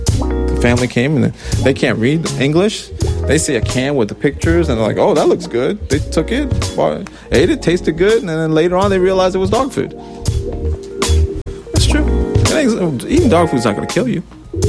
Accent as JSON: {"language": "English", "region": "Maryland", "country": "United States", "tie": "born or raised there", "said": "That's why I don't have an accent, and people find it hard to believe that I'm actually Korean."}